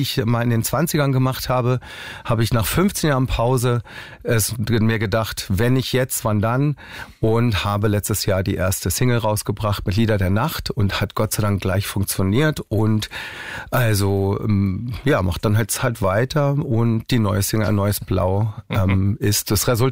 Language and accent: German; Berlin, Germany; Ich bin aus Berlin. Ich mache eigentlich Musik schon, seitdem ich 11 Jahre alt bin. Bin mit Schlager groß geworden.